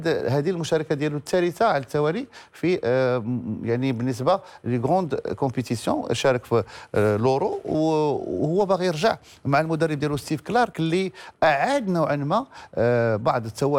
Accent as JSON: {"language": "Arabic", "country": "Morocco", "said": "فقلت لهم أنا من المغرب،"}